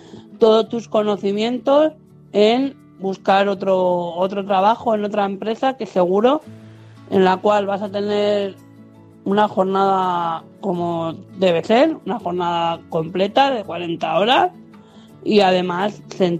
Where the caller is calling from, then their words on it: Madrid, Community of Madrid, Spain; Buenas noches, corresponsales. … de Madrid.